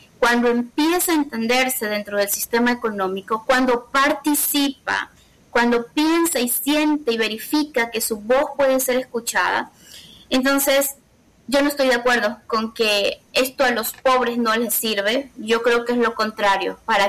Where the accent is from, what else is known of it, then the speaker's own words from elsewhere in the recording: Guayaquil, Guayas, Ecuador; yo vengo de una familia de muy humilde. Yo crecí en Guayaquil, en la 25 y el Oro, en la escuelita 25 y el Oro, y vivía en la 21 y el Oro. Estamos en el Estero Salado.